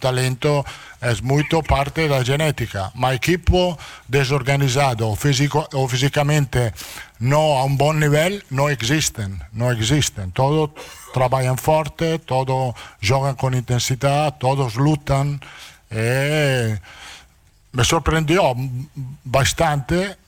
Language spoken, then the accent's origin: Portuguese; Italy; Portuguese is a second language